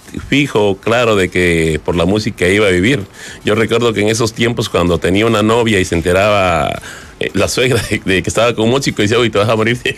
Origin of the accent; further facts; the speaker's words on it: Máncora, Piura, Peru; yo soy de Máncora